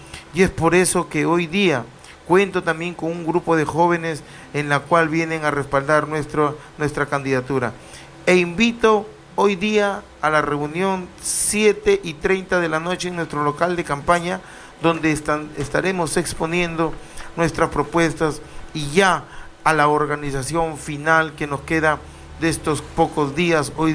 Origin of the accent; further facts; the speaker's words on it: Peru; muy agradecido con mi pueblo de Tucumán